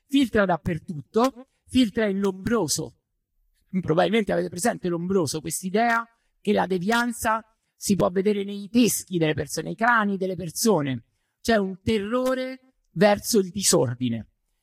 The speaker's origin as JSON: {"language": "Italian", "town": "Rome", "region": "Lazio", "country": "Italy", "said": "Scusate, sono da Roma."}